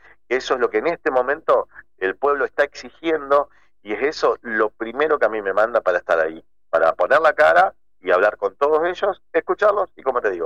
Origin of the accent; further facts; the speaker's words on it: Villa Paranacito, Entre Ríos, Argentina; Sí, la verdad es mi lugar en el mundo, mi lugar en el mundo, y no hubo día que no añore la vuelta.